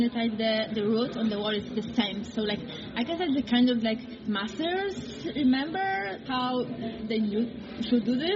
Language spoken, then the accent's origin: English; Poland; English is a second language; I'm from Poland